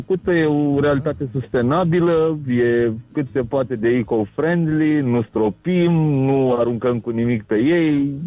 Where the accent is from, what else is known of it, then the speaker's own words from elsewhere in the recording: Brăila, Brăila County, Romania; Din Brăila, …, din Brăila, normal.